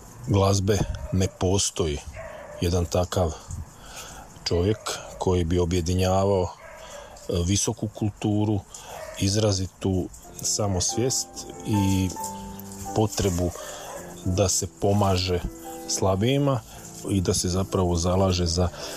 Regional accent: Dalmatia, Croatia; ja sam Dalmatinac rodom

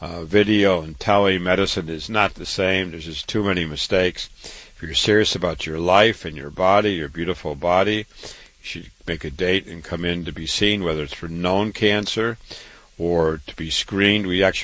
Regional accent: Waterloo, Iowa, United States; born or raised there

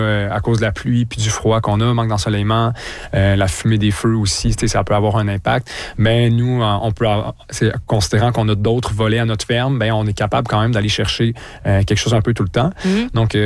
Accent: Quebec, Canada; moved away as an adult; now in Saguenay, Canada; Puis Alexandre et moi, on vient de la région de Québec.

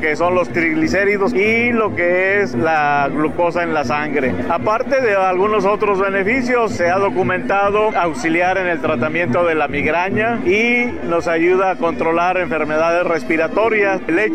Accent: Mixquiahuala, Hidalgo, Mexico; Venimos del municipio de Mezquiahuala, Hidalgo.

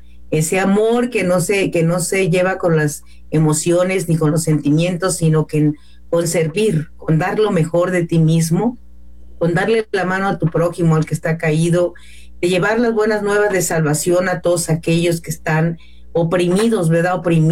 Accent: Mexico; Nosotros no somos hebreos, no somos judíos, somos mexicanos.

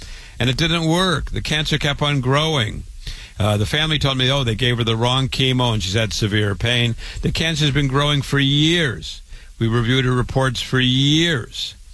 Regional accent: Waterloo, Iowa, United States; I was born and raised in Waterloo, Iowa, thousands of miles from here.

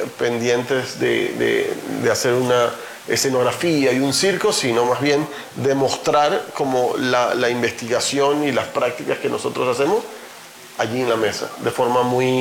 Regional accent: Venezuela

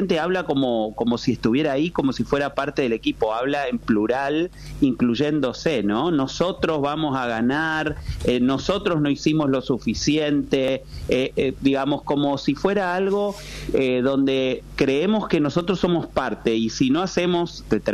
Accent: Chaco, Argentina; pero me considero del interior porque soy chaqueño

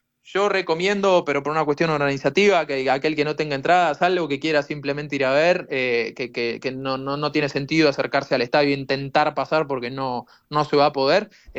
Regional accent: Argentina; now in Kansas, United States; El debut de Argentina, selección campeona del mundo, mi país

